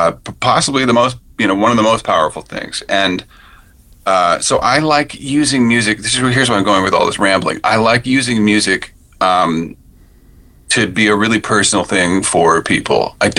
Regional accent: Ontario, Canada; I was in Winterton a lot as a kid in the summers, even though I grew up in Ontario, but my mom is from Newfoundland.

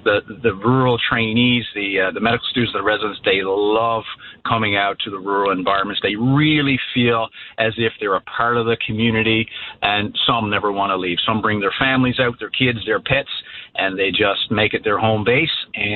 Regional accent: Tollengate, Newfoundland and Labrador, Canada; growing up in a small town and in Tollengate, giving back to my hometown and the people there that I grew up with and know so well.

